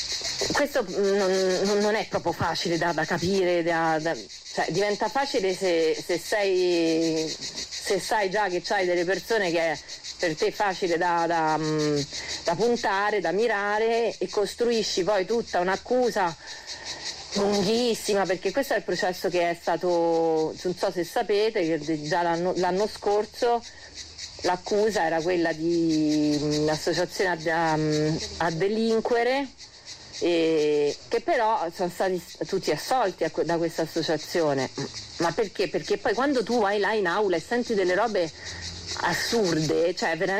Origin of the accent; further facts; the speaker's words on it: Rome, Lazio, Italy; moved away as an adult; now in Val di Susa, Italy; Io in valle vivo da 10 anni, vengo da Roma, forse come un pochino si sente